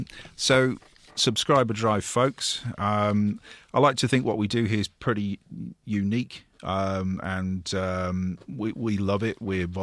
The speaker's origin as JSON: {"language": "English", "town": "Coventry", "region": "West Midlands", "country": "United Kingdom", "tie": "born or raised there", "moved": "yes", "said": "my hometown, Coventry in the UK."}